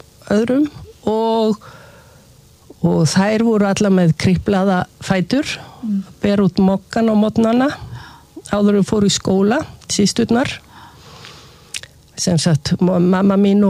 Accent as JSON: {"language": "Icelandic", "town": "Reykjavík", "region": "Capital Region", "country": "Iceland", "tie": "born or raised there", "said": "við ólumst upp á Kleppsholtinu sem þá var útkverfi undir 12-hæðablokkunum og með útsýni við flóan það var gott og maður sá lægðirnar fara yfir Reykjavík"}